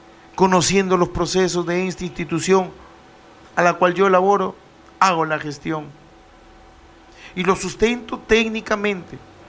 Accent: Tucumé, Lambayeque, Peru; Yo vengo de un caserío. Y ahí me crié en un caserío. Sin agua, sin desagüe, sin luz pública.

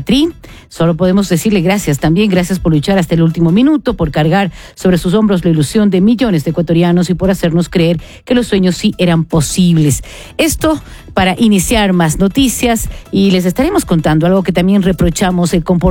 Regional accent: Colombia; cuando Colombia está en buena racha, somos colombianos.

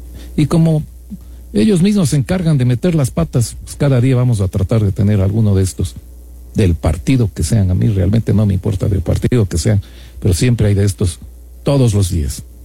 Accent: Ecuador; Esta es la situación de políticos a las cuales nosotros tenemos que vivir como ecuatorianos

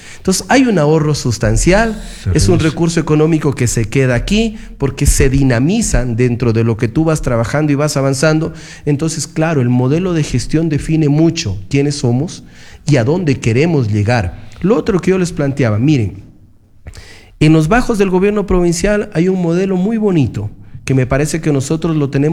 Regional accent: Loja, Ecuador; Nuestro paso lateral de Loja

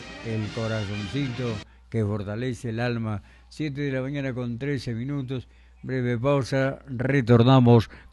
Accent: Peru; Bienvenido a nuestra selva peruana, bienvenido a la región San Martín.

